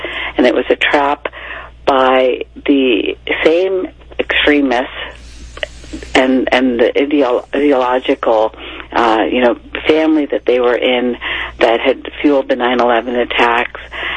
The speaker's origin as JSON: {"language": "English", "region": "West Virginia", "country": "United States", "tie": "born or raised there", "said": "West Virginia on book leave, my hometown"}